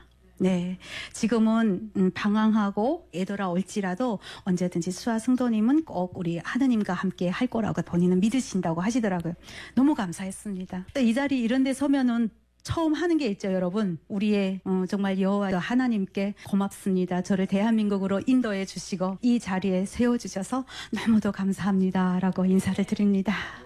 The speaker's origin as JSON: {"language": "Korean", "country": "North Korea", "tie": "born or raised there", "moved": "as an adult", "lives_now": "South Korea", "said": "대영단에서 태어났고 대영단에서 군대를 갔었고 거기서 전역해서 사회생활을 하다가 2015년도에 12살 딸아이와 함께 압록강을 건넜습니다."}